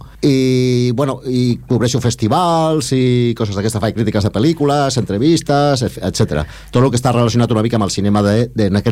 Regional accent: Barcelona, Catalonia, Spain; now in Esplugues de Llobregat, Spain; vaig néixer a Barcelona i vivia al barri de les Corts. Llavors em vaig casar i és com vaig venir cap aquí.

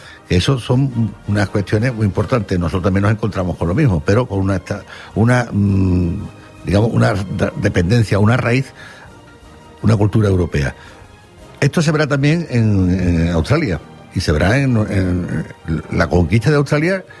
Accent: Spain; a nosotros nos hizo mucho daño, en el sentido de, como españoles

